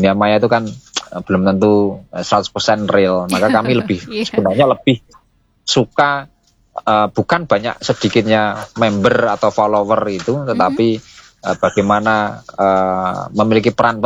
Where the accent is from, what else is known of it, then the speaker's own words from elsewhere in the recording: Magelang, Central Java, Indonesia; kita itu orang Magelang, orang Indonesia